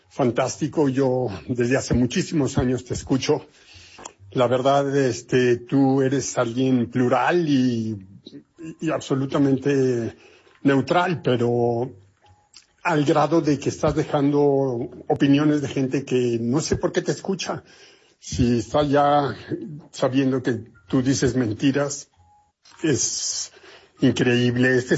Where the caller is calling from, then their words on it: Mexico City, Mexico; de la Alcaldía Coyoacán.